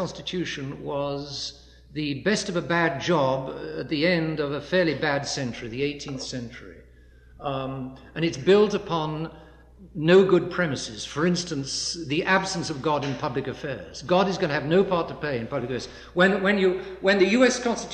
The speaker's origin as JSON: {"language": "English", "region": "England", "country": "United Kingdom", "said": "The main problem of the United States comes from England. I'm English, so I've got far nastier things to say about my own country than I have to say about yours."}